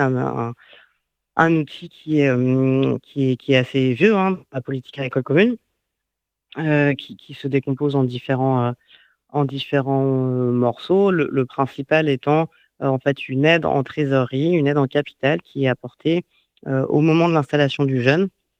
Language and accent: French; Paris, Île-de-France, France; moved away as an adult; now in Hérault, France; Je suis née à Paris, j'ai grandi à Paris, issue d'une famille, issue de domaines professionnels très différents. Et j'ai atterri dans la région pour faire une école d'agronomie à Montpellier.